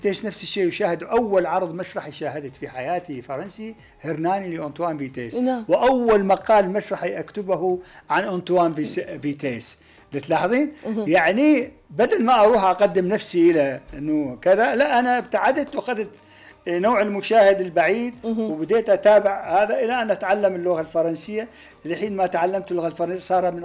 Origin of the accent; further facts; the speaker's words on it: Iraq; moved away as an adult; now in France; لأنه أنا من جيت من العراق إلى فرنسا كان لدي دعوتين